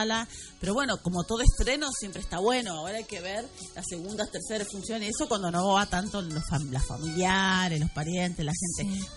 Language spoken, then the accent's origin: Spanish; Northwest Argentina, Argentina; un montón de palabras y de ahí de modismos en realidad que tienen que ver con nuestro noroeste